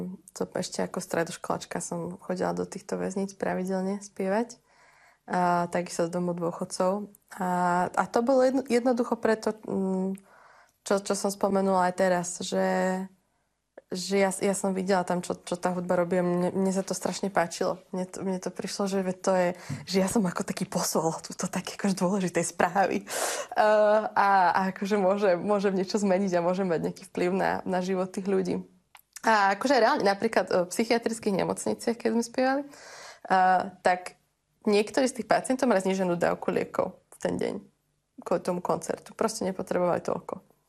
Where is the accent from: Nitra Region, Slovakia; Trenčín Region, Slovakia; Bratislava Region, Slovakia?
Trenčín Region, Slovakia; Partizánske; now in New York, United States; v roku 2020 ja som priamo z New Yorku sa ocitla znova v Partizánskom zrazu u mojich rodičov.